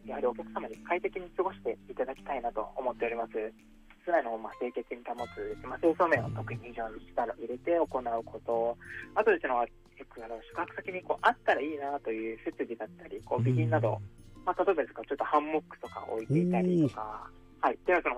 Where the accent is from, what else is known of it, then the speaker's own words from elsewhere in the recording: Okinoerabujima, Kagoshima, Japan; moved away as an adult; 私沖永良部島の出身でございます。